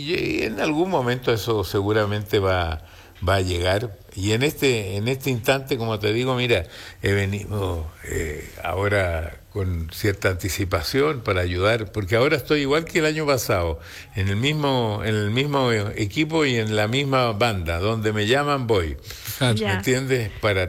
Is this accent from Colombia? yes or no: no; Chile; moved away as an adult; now in United States; yo soy chileno.